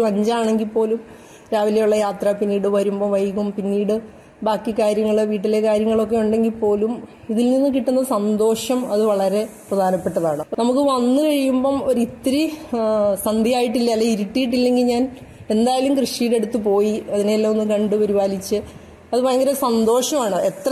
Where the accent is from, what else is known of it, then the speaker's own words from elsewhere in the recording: Kanjirappally, Kerala, India; moved away as an adult; now in Tripunithura, India; അപ്പൊ ഞങ്ങൾ രണ്ടുപേരും ബേസിക്കലി കോട്ടയം ജില്ലയിലെ കാഞ്ഞിരപ്പള്ളിയാണ് ഞങ്ങളുടെ സ്വദേശം. വിവാഹത്തിന് ശേഷമാണ് ഞങ്ങൾ എറണാകുളത്തേക്ക് താമസം മാറിയിരിക്കുന്നത്.